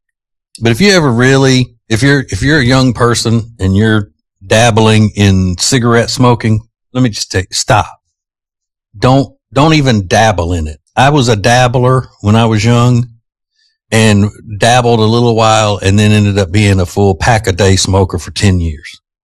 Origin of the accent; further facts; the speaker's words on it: Winfield, Louisiana, United States; the way a lot of people in my hometown of Winfield, Louisiana, pronounce it